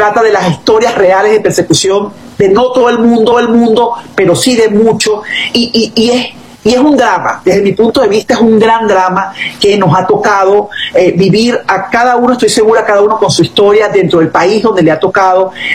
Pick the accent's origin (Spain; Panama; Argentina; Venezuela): Venezuela; now in United States; hablo mucho de la experiencia como venezolana, ¿no? Más allá de la migrante que está en los Estados Unidos, es como venezolana, ¿no?